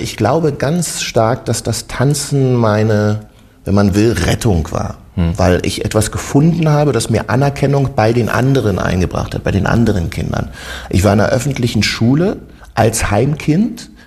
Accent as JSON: {"language": "German", "region": "East Germany", "country": "Germany", "tie": "born or raised there", "said": "Da gab es ja jetzt noch nicht so bei uns in der DDR Videos und so, aber um mal zu verraten, wir haben schon Möglichkeiten gehabt, wir ZDF und ARD zu gucken."}